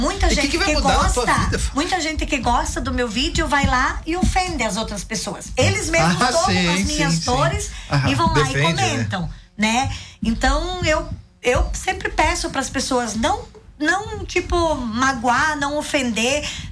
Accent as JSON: {"language": "Portuguese", "town": "Ipumirim", "region": "Santa Catarina", "country": "Brazil", "said": "a gente não esconde que a gente é de Ipumirim. A gente tem orgulho da nossa cidade."}